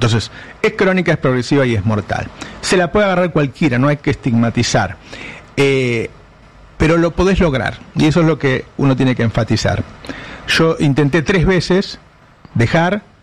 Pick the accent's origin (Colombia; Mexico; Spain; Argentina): Argentina; Talar, Buenos Aires Province; soy de Talar.